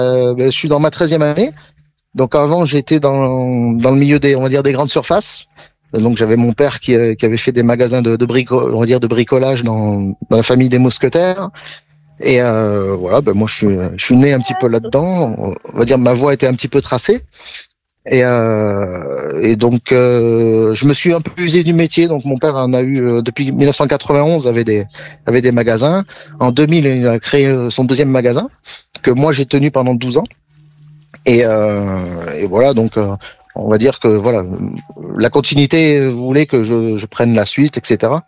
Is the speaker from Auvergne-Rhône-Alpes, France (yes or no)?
yes; Auvergne-Rhône-Alpes, France; born there; also born or lived in Montpellier; now in Carcassonne, France; la région où je suis né, vers Valence.